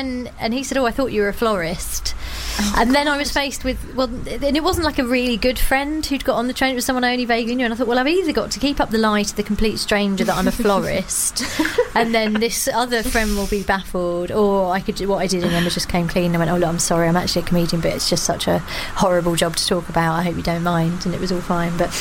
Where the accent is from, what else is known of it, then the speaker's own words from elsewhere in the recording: Croydon, London, United Kingdom; moved away as an adult; also born or lived in Manchester; actually, I'm from Croydon, originally. But, you know, I've been living in Manchester for such a long time, it feels like home.